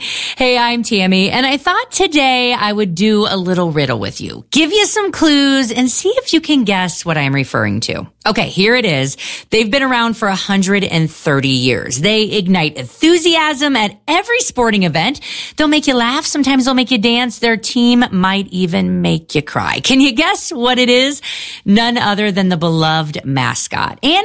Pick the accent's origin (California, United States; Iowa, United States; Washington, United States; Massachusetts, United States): Iowa, United States; Boone; I grew up in Boone, Iowa, and our mascot was the Toreador.